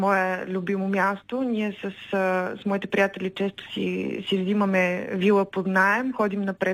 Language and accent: Bulgarian; Sofia, Sofia City, Bulgaria; Имам далечни корени в Бургас. По принцип съм от София, но имам една прекрасна леля, която има къща там